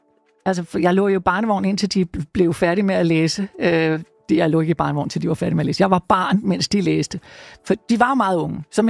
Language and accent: Danish; Skovlunde, Capital Region of Denmark, Denmark; I Skovlunde.